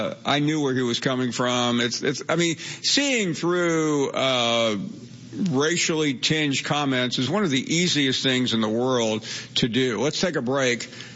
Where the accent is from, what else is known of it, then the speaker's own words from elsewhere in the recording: Memphis, Tennessee, United States; I grew up in Memphis, Tennessee, which borders Arkansas to the west and Mississippi to the south.